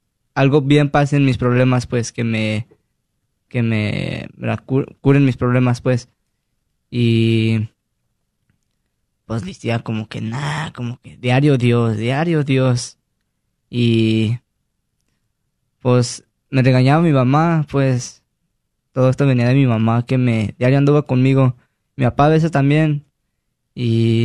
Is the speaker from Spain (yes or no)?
no; Sacramento, California, United States; Yo crecí aquí en el sur de Sacramento, para ser exacto, ahí viví durante toda mi vida hasta ahorita